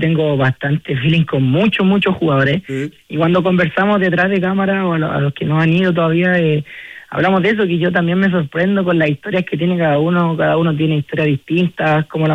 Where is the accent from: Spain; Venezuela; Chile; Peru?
Chile; lo único que somos de Chile